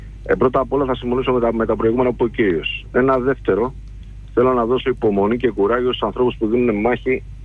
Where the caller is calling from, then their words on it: London, United Kingdom; από το Λονδίνο.